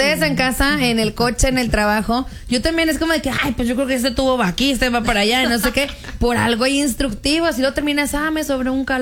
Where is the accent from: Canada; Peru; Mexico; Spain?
Mexico; solo en México lo hacemos